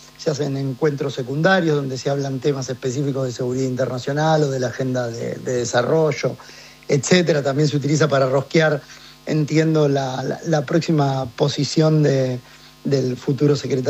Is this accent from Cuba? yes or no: no; Argentina; como lo digo como no solamente como analista, pero también como argentino